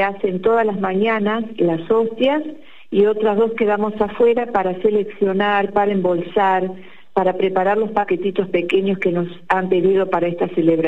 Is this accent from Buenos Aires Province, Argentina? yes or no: no; Rosario, Santa Fe, Argentina; now in Córdoba, Argentina